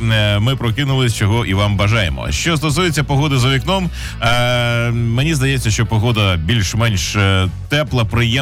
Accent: Vinnytsia, Vinnytsia Oblast, Ukraine; Ми дізнаємося про все найцікавіше, що відбувається в нашому рідному місті, в Україні, в Вінницькій області.

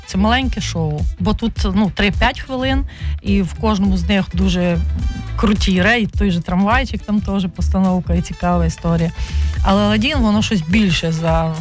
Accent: Vinnytsia, Vinnytsia Oblast, Ukraine; Отаке у мене вінницька прописка. Я вінничанка, я цим пишаюсь, і я люблю Вінницю.

